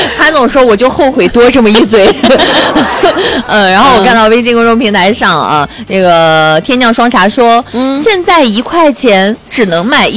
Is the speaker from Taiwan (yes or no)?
no; Ili, Xinjiang, China; 因为我在伊犁，我在伊犁嘛